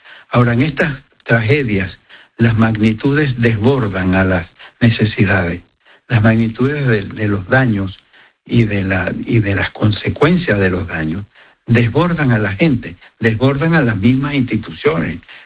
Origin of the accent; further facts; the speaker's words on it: Venezuela; moved away; Por supuesto que somos los venezolanos los que lo sufrimos.